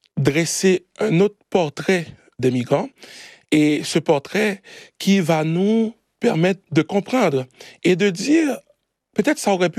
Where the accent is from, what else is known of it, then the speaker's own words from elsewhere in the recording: Haiti; moved away; Parce que moi, j'ai quitté Haïti presque de la même manière après une terrible catastrophe.